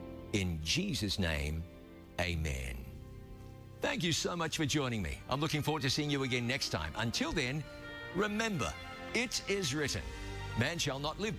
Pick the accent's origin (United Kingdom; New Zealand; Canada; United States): New Zealand; About 800 years ago, the indigenous people of my home country arrived by canoe at a harbor on the west coast of New Zealand's North Island.